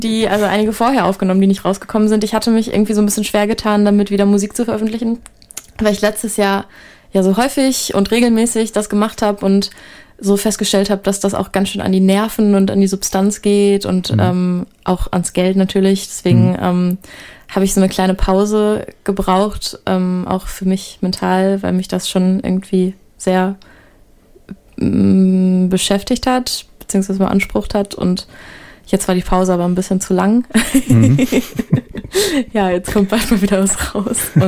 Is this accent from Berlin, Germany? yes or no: no; Kiel, Schleswig-Holstein, Germany; also born or lived in Australia; ich komme eigentlich aus Kiel